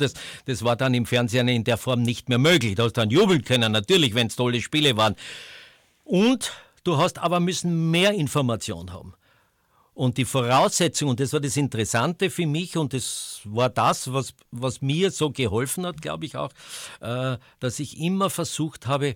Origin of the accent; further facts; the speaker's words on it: Graz, Styria, Austria; Als erstes habe ich ja Fußball gemacht, als Grazer bevor ich dann hinaus in die weite Welt durfte